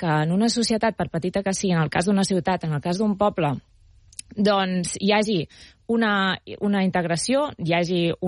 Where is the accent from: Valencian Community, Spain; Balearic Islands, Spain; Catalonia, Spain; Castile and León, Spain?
Catalonia, Spain; Berga; jo sóc de Berga, Manresa queda a prop